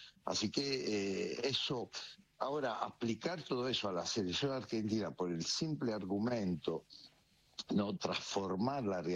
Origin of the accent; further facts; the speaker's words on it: Italy; yo como italiano me siento latino también